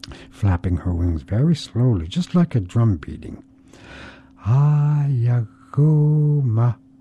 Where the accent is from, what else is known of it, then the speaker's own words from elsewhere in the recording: Alaska, United States; I'm a Yupik from Southwest Alaska, and I'm going to tell you a story.